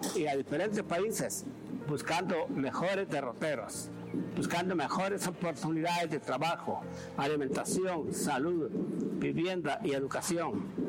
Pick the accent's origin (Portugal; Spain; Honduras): Honduras; en nuestra patria Honduras